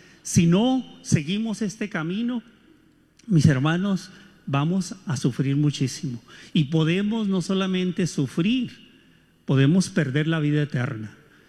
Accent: Mexico; ya como mexicano.

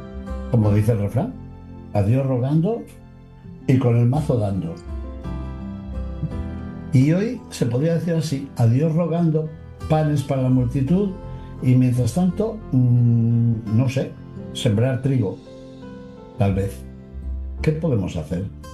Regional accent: Castile and León, Spain; moved away; cecina de mi tierra de León

